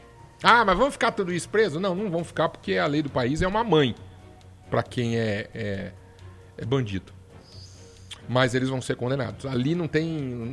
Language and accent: Portuguese; Brazil; vou torcer para o Brasil como brasileiro